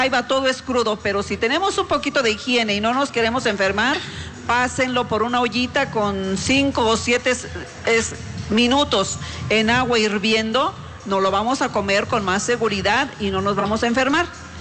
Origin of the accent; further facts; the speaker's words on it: Mexico; qué fuertes somos los mexicanos, qué grandiosa es nuestra patria